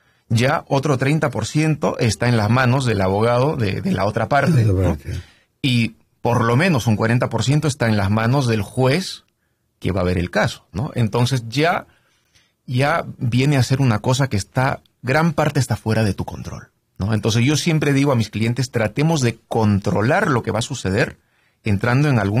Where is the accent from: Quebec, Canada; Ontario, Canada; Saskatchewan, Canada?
Saskatchewan, Canada; Saskatoon; Yo soy de Saskatoon, Saskatchewan.